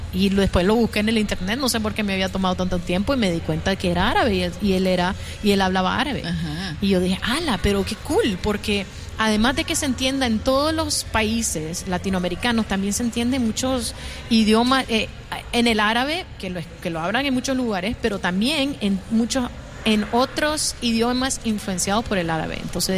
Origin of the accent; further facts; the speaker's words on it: Nicaragua; now in Washington, D.C., United States; para mí, siendo de Nicaragua, que es una cultura muy chiquita, muy pequeña